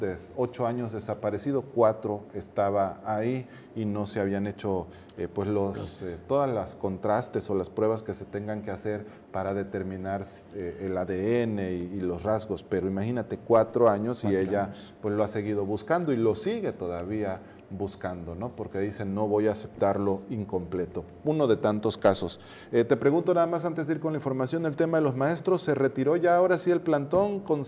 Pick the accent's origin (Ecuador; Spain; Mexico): Mexico